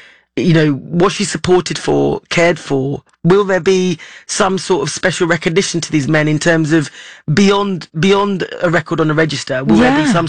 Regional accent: England, United Kingdom; because I'm English born, you know, I was born in England, the only one of my siblings that was born here.

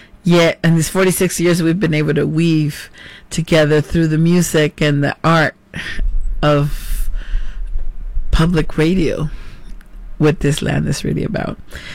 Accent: United States; I just put a little bit together of all the experiences that I've had as an American immigrant of Guatemala and just born here and grown here. And I'm a Chicana de corazón, and I love it.

